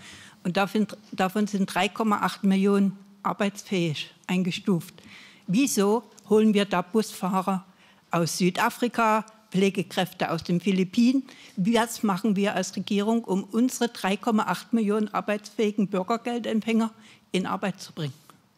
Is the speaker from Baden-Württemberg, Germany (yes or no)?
no; Dresden, Saxony, Germany; ich komme aus Dresden.